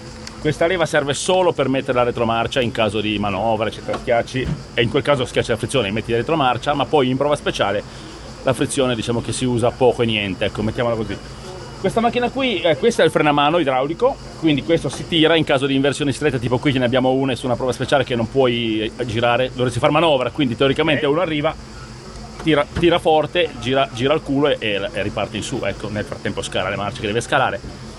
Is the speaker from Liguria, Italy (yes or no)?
yes; Liguria, Italy